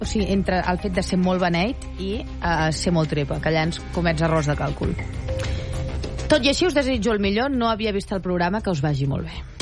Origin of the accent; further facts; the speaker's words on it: Catalonia, Spain; Jo sóc massa catalana per anar-te en directe.